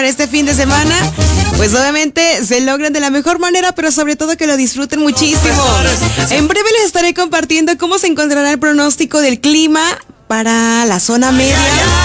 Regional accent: Tangamandapio, Michoacán, Mexico; moved away; Yo estuve por allá en Tangamandapio, mi pueblo natal

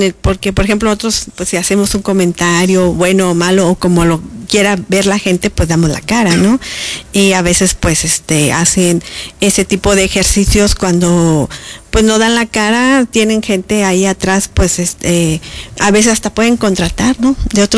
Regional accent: Tamasopo, San Luis Potosí, Mexico; now in Ciudad Fernández, Mexico; yo sí es muy orgullosa de mi pueblo.

